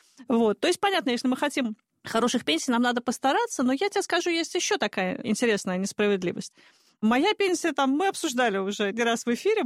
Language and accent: Russian; Moscow, Russia; И вот я, как коренная москвичка, всю жизнь, все свои, значит, весь свой огромный трудовой стаж, практически уже трехзначный, проработавшая в Москве